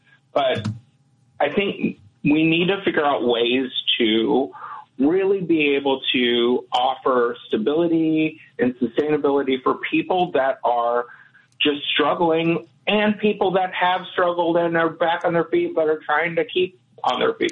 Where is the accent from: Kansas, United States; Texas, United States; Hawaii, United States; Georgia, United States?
Texas, United States; Dallas; now in Madison, United States; I come from Dallas